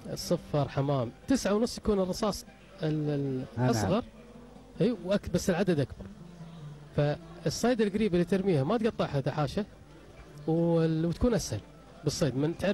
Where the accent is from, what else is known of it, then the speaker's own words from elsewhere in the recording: Kuwait; احنا بالكويت